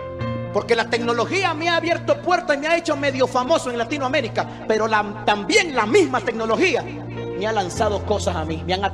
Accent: Nicaragua; Para los que no saben, soy nicaragüense, por eso me mira bien barbudo y hermoso.

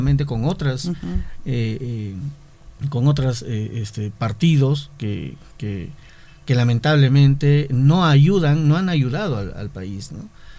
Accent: Peru; Tenemos que tener esa perspectiva de humanidad para poder nuevamente juntarnos como peruanos, ¿no? Como peruanos.

